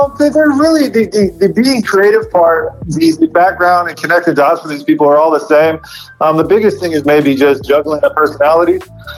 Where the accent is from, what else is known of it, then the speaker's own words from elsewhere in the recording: Bay Area, California, United States; growing up in the Bay Area